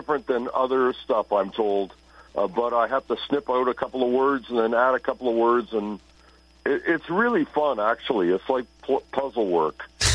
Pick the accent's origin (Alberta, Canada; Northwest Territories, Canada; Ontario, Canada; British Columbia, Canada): Ontario, Canada; Toronto